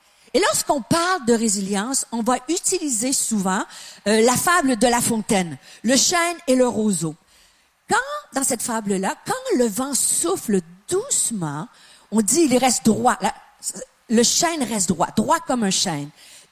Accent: Quebec, Canada; moi, je suis pas française, je suis québécoise.

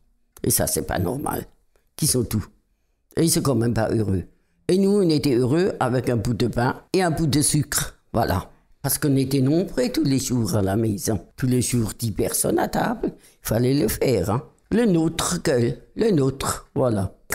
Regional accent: Saint-Jean-de-Côle, Nouvelle-Aquitaine, France; Je suis née à Tourtonne, Saint-Jean-de-Col.

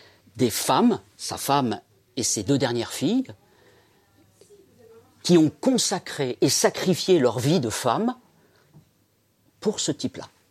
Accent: Centre-Val de Loire, France; born there; suis breton. Parce que mon grand-père habitait à côté de Fougères. Mais moi, je suis né en Eure-et-Loire.

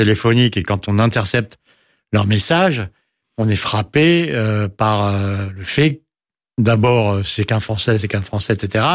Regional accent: Versailles, Île-de-France, France; also born or lived in Paris; On était à Versailles, j'ai passé mon enfance en Versailles. Alors, c'est vrai que quand j'étais à l'école à Versailles … parce que j'avais passé ma petite enfance à Paris.

